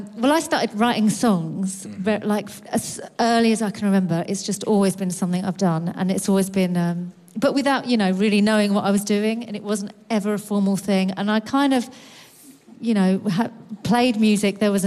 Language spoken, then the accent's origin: English; London, United Kingdom; I'm from London, which is why I speak like this.